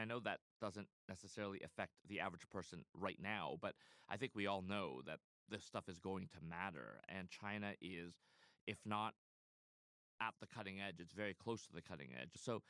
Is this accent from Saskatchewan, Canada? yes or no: no; Toronto, Ontario, Canada; born there; Look, I'm Chinese Canadian. I was born in Toronto, but, you know, I come from a Chinese family, Hong Kong family.